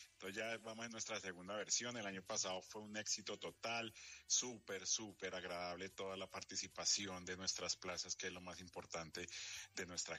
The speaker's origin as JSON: {"language": "Spanish", "country": "Colombia", "said": "lo que nosotros buscamos como país colombiano"}